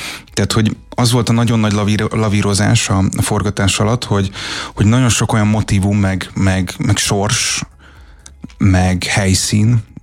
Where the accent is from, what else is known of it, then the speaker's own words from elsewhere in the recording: Budapest, Hungary; Gazdagréten születtem, de főleg Budán nőttem fel.